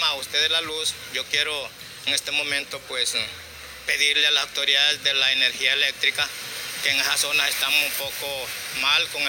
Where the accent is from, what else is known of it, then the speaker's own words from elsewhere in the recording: Esquipulas del Norte, Olancho, Honduras; yo soy nacionalista de Esquipulas del Norte